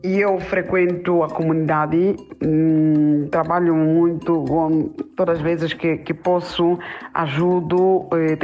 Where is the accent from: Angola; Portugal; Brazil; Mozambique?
Mozambique; moved away as an adult; E em tudo isso, saí de Moçambique, graças a Deus, que eu já tinha 12ª e trouxe meus documentos já traduzidos.